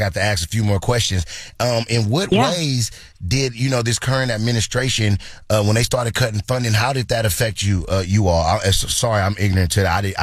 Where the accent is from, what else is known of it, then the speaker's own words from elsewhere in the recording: Oakland, California, United States; I'm born and raised in Oakland.